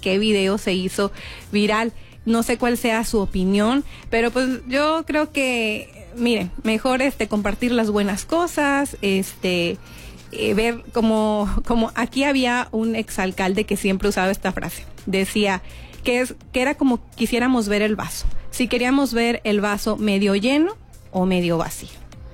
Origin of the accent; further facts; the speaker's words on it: Piedras Negras, Coahuila, Mexico; yo creo que es algo que la gente que nacimos y crecimos en Piedras Negras y luego que a lo mejor hemos tenido oportunidad de vivir, ya sea por trabajo o lo que sea, en otra ciudad